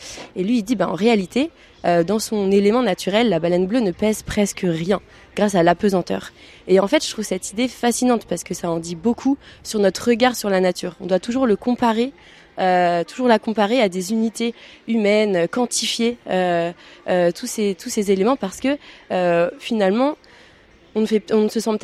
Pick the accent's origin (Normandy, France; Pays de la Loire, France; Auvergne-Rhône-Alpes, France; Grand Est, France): Pays de la Loire, France; La Tranche-sur-Mer; j'ai grandi à la Tranche-sur-Mer, à 500 mètres de la plage.